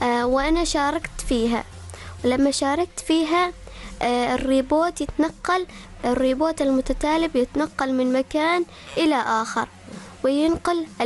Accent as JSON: {"language": "Arabic", "town": "Manah", "region": "Ad Dakhiliyah", "country": "Oman", "said": "انني من منح والعماني"}